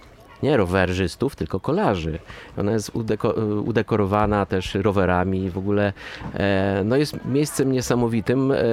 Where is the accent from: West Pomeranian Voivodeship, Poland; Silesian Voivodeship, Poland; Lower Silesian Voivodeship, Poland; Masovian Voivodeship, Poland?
Masovian Voivodeship, Poland; Góra Kalwaria; U nas w Górze Kalwarii jeziorki nie ma, natomiast jest dopływ.